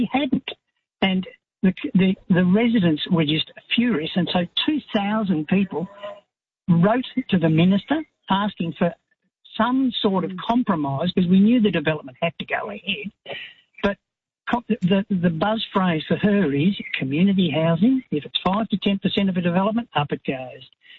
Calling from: Dingley, Victoria, Australia; my community of Dingley

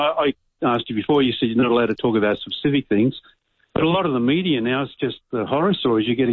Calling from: Canberra, Australian Capital Territory, Australia; I've got just an Aboriginal descent. I'm 3%. I'm from the Canberra area.

